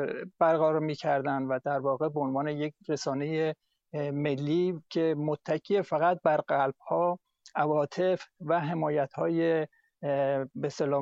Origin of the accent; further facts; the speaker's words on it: Iran; واقعا مفتخرم به عنوان یه ایرانی